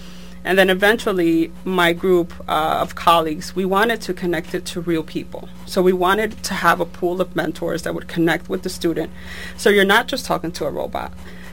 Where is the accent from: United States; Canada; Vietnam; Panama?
United States; New York City, New York; moved away as an adult; I was born and raised in the Bronx.